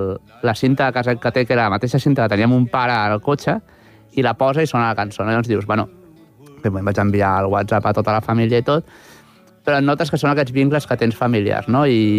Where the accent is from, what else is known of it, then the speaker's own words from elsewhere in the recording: Barcelona, Catalonia, Spain; I ara jo faig molta més vida al meu barri de les Corts o baixo cap a Sants. A la meva infantesa no vam baixar mai cap a Sants.